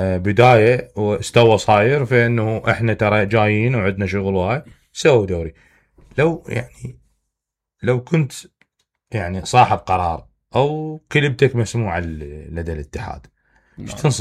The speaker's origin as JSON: {"language": "Arabic", "country": "Iraq", "said": "عندنا بالعراق"}